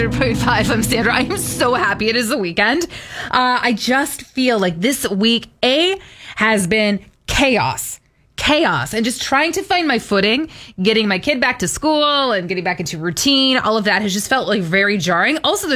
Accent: Saskatchewan, Canada; now in Winnipeg, Canada; I grew up in Saskatchewan.

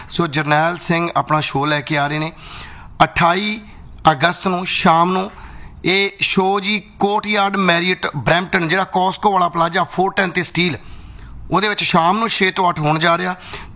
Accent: Punjab, India; ਸੋ ਅਸੀਂ ਵੀ ਪੰਜਾਬੀ ਹਾਂ ਔਰ ਜ਼ਿਆਦਾ ਪਰਦੇਸੀ ਹੈ ਹੀ ਪੰਜਾਬੀਆਂ 'ਚੋਂ ਨੇ।

